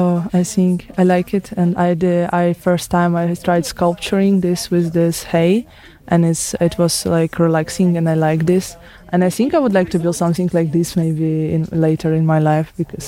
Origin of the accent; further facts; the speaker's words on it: Odesa, Odesa Oblast, Ukraine; English is a second language; I'm from Ukraine, from Odessa, and I was in Slovakia in June